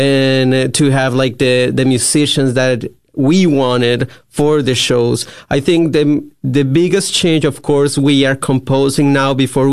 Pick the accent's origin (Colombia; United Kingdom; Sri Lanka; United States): Colombia; I went into Colombia. Mm-hmm. I grew up in Colombia. And we stayed in Medellin during the pandemic